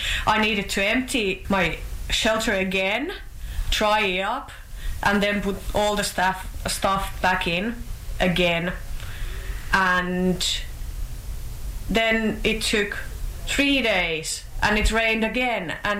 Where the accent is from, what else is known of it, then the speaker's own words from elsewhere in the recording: Finland; moved away as an adult; now in Australia; And I'm from Finland and I'm still doing my 88 days.